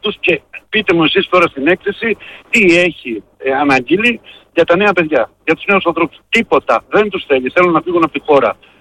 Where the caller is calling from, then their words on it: Vergina, Central Macedonia, Greece; εγώ είμαι από τη Βεργίνα.